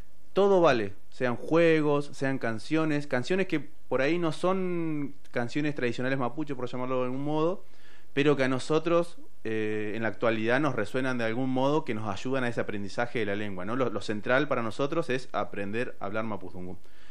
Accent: Allen, Río Negro, Argentina; moved away; yo vengo del Curelefú, ¿sí? Es una forma de presentarme, decirles que vengo del Río Negro, de un pequeño pueblo que hoy se llama Allen, pero que antiguamente sabemos que fue Huaycuñelo. Ese pueblo está a la orilla del Río Negro.

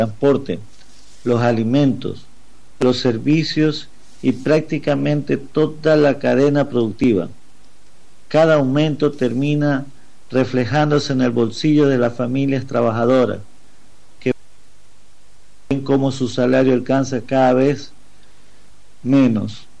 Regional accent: Ecuador; nuestro país, el Ecuador.

